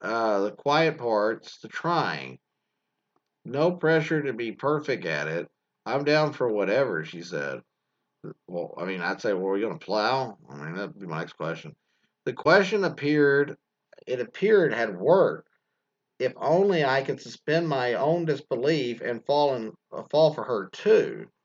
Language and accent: English; Hawaii, United States; born there; I was born in Hawaii to a Chinese-American mom and a Caucasian dad.